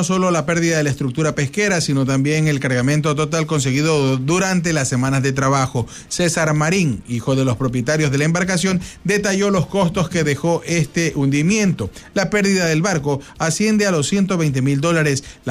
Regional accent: Ecuador

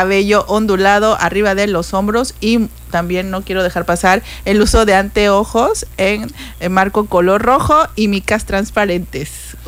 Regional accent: Mexico; para todos. Es un gusto, soy una mujer mexicana, diría vikingo, de 1.58, 59, perdón.

